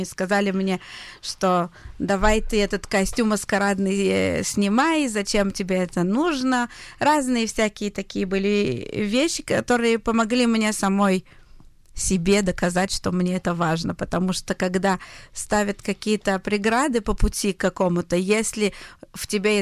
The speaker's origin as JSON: {"language": "Russian", "country": "Israel", "said": "что я из Израиля, я еврейка"}